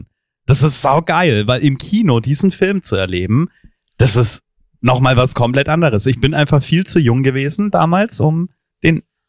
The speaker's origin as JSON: {"language": "German", "town": "Fürth", "region": "Bavaria", "country": "Germany", "tie": "born or raised there", "said": "Ja, gebürtig aus Fürth."}